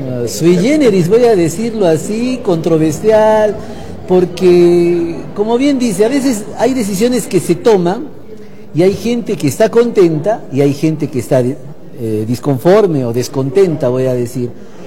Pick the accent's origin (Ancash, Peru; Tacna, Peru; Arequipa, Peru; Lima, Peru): Arequipa, Peru